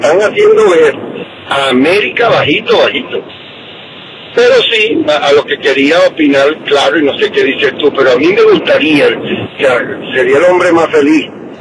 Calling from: Utah, United States

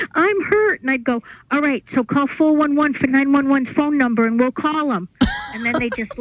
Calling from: United States; I'm calling from work in Dover, but I live in Gonick.

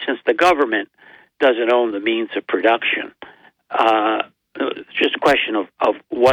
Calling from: Binghamton, New York, United States; I'm from Binghamton

